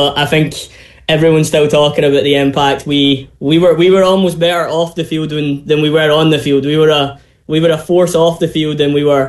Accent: Scotland, United Kingdom; I was able to watch my home country

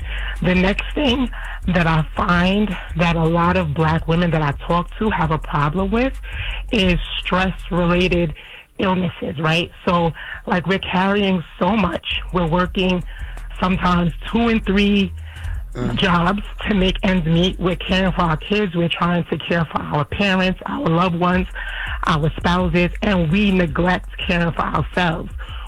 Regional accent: New York, United States; now in Burlington, United States; I'm in Burlington. I'm from New York, but I'm in Burlington.

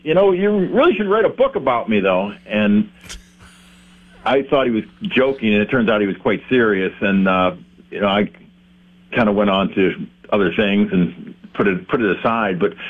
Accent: Detroit, Michigan, United States; now in South Dakota, United States; We're from the Motor City

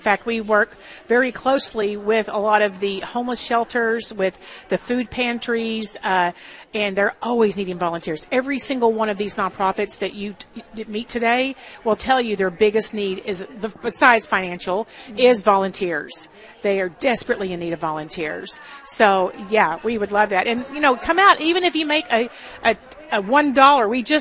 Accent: Mesquite, Texas, United States; I grew up in Mesquite, and I graduated from North Mesquite many, many years ago

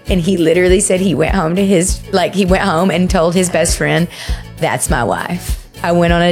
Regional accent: Georgia, United States; now in Nashville, United States; And I said, I'm from Georgia, but I live in Nashville.

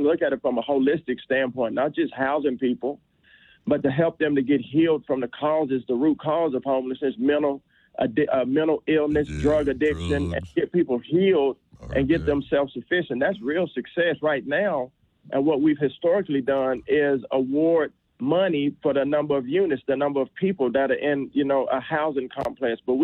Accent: Texas, United States; I'm always glad to be back in the great state of Texas, and I love the people of Houston.

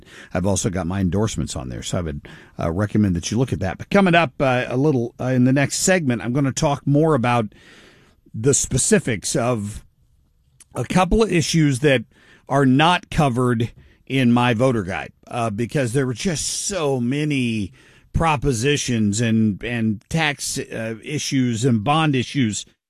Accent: Ohio, United States; moved away; I grew up in Ohio

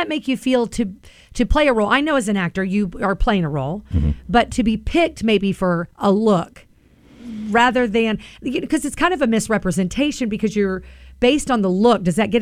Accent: Florida, United States; now in Asheville, United States; I'm not originally from here either. I'm from Florida.

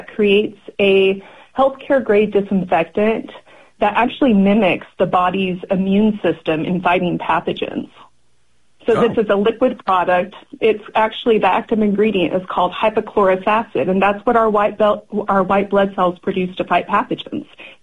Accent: Idaho, United States; Nice to be talking to folks in my home state of Idaho.

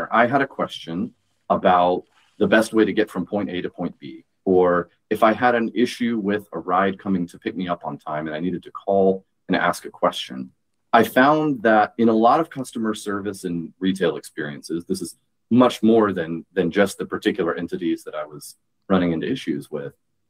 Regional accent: Alabama, United States; moved away as an adult; now in Dallas, United States; So I was raised in the United Methodist Church. My dad is a minister as well. I grew up a part of the church over in Alabama, and I came to Texas in 2020 to attend seminary or theological school at Perkins, which is the theological school of SMU.

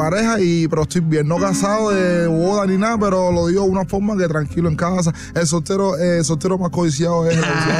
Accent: Cuba; Que somos cubanos

